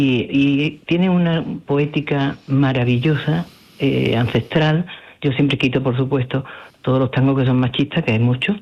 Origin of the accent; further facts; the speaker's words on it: Andalusia, Spain; siempre que dices yo soy andaluza, se recibe con una sonrisa y una buena cara